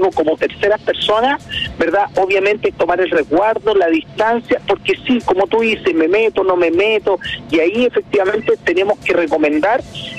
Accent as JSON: {"language": "Spanish", "town": "Viña del Mar", "region": "Valparaíso", "country": "Chile", "said": "yo soy de la Quinta Región, soy de Viña del Mar"}